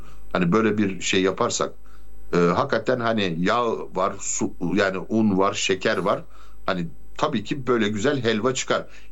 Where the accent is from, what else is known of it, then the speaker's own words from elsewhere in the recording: Malatya, Turkey; born there; moved away; ben 90'lı yıllarda gençliğim, ben Malatya'da geçirdim. Üniversiteyi orada okudum, Doğu Anadolu'da.